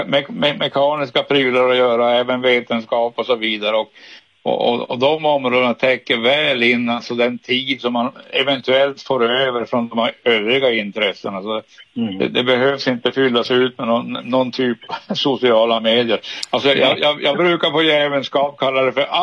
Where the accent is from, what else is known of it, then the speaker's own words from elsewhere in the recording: Norrbotten County, Sweden; Så, alltså, jag vet inte om min dialekt avslöjar. Jag är i Tornedalen i grunden. Hela trakten.